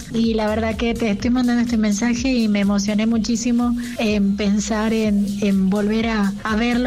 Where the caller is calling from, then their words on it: San Juan, Argentina; de San Juan.